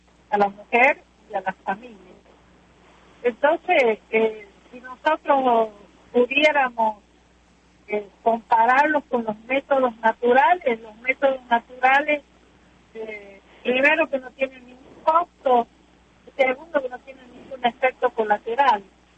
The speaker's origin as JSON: {"language": "Spanish", "country": "Argentina"}